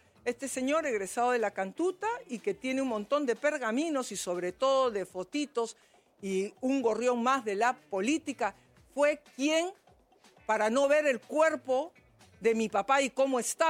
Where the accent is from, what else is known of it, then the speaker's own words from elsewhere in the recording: Peru; Yo le deseo como madre como hija, como peruana, los mejores de los éxitos.